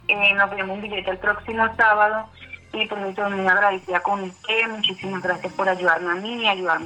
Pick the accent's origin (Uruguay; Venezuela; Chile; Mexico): Venezuela; now in La Vega, Colombia; Yo soy venezolana, vivo acá desde antes de la pandemia.